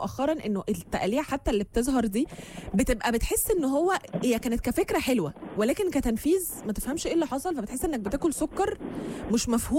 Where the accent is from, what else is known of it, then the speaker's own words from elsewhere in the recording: Egypt; احنا كمصريين